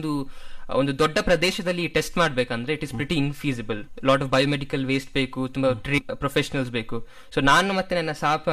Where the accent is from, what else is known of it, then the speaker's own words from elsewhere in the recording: Srirangapatna, Karnataka, India; also born or lived in Mangaluru; Resource ಕಾರಣಕ್ಕಾಗಿ ನನ್ನ ಶ್ರೀರಂಗಪಟ್ಟಣದಿಂದ ನಾನು ಮಂಗಳೂರಿಗೆ ಹೋಗಬೇಕಾಯಿತು.